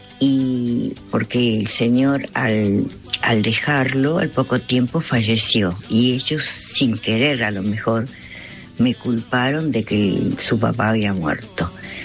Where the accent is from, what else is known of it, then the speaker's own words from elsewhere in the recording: Mar del Plata, Buenos Aires Province, Argentina; Hola, soy de Mar del Plata.